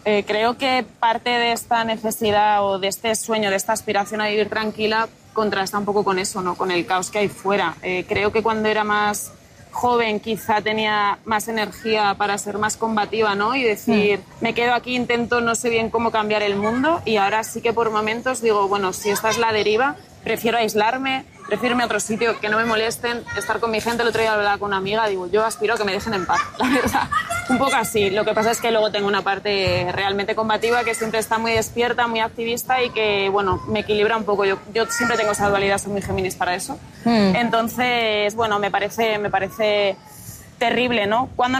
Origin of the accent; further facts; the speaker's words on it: Segovia, Castile and León, Spain; Sí, yo soy de Segovia.